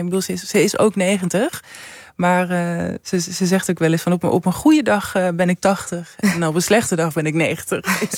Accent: Amsterdam, North Holland, Netherlands; ik ben geboren in Amsterdam, maar echt naast... om de hoek van Artus, van de dierentuin.

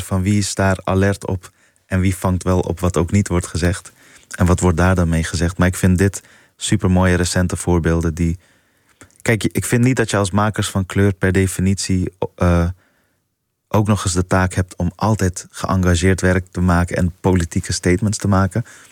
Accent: Afghanistan; now in Netherlands; En als ik zei ik kom uit Afghanistan, zeiden mijn klasgenootjes, oh ja, dat ligt toch in Marokko?

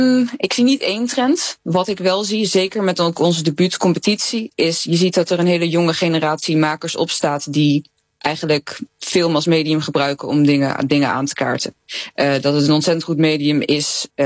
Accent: Netherlands; Dat water, het spreekt natuurlijk zo erg aan op iets wat je denk ik als Nederlander ergens in je onderbuik wel heel erg voelt.

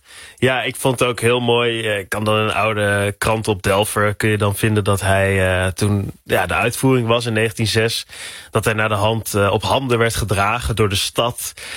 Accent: North Brabant, Netherlands; mijn Brabantse dorp waar ik opgroeide.

